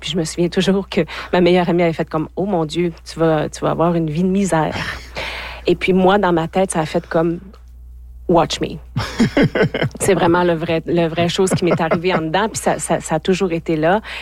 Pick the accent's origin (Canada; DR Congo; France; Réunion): Canada; Saint-Bruno, Quebec; moved away as an adult; now in Abitibi, Canada; Je suis de Saint-Bruno au Lac-Saint-Jean, un petit village à l'époque qui avait 2500 habitants. Je dis à l'époque, ça fait vraiment longtemps maintenant que j'ai quitté mon petit patelin. Maintenant, je me considère un peu comme une Abitibienne.